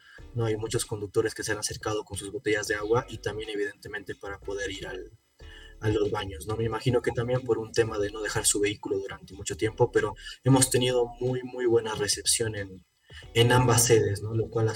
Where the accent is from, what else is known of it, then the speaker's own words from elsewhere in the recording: La Paz, Bolivia; como bolivianos y más que nada como paceños